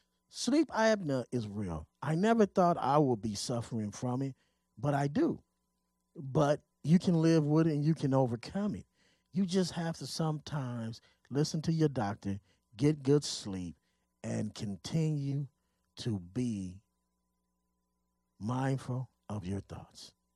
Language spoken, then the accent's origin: English; Pomona, California, United States; my hometown of Pomona